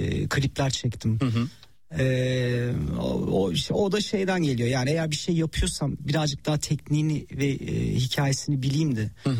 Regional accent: Şarkışla, Sivas, Turkey; Tabii biz Şarkışlılıyız.

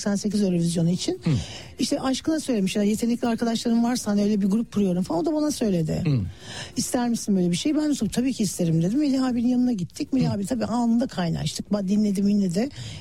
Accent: Istanbul, Turkey; Benim çocukluğum Yeşilçam sokağında geçti.

